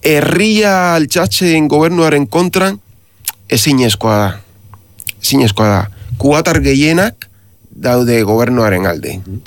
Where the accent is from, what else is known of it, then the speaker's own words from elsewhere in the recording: Cuba; Basque is a second language; Bai, ni jaio nintzen iraultzaren barruan, nire gurasoak izan dira, bueno, familia oso humilde bat, nire aita zen irakaslea, Kuba, bueno, institutoko irakaslea